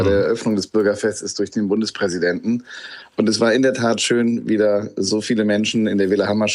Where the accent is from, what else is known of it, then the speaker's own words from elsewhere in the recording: Bonn, North Rhine-Westphalia, Germany; wir sind ja auch stolz als Bonner, bin ja selber von dort